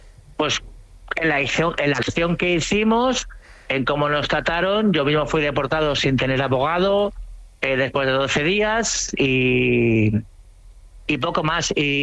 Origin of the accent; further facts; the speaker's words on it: Cambrils, Catalonia, Spain; cuando llego a casa, a mi pueblo, a Cambrils